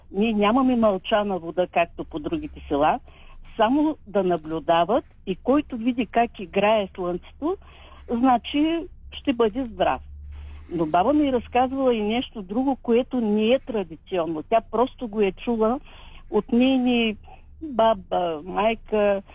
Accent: Gabrovo Province, Bulgaria; accent: Balkan (balkandzhiyski); now in Pobit Kamak, Bulgaria; Те пак сме габровци. Запазили сме и тяхни диалекти. Ходила съм по този край, защото моя род е от Габровския, от Козирог Габровско.

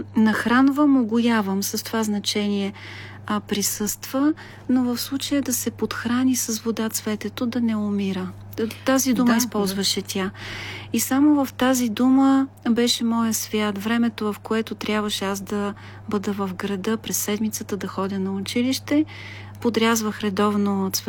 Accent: Novo Selo, Ruse Province, Bulgaria; moved away; това е Северна България, около Русе, на 20-тина километра, родното ми село, Ново село, в което не съм се връщала по ред причини от 9 години.

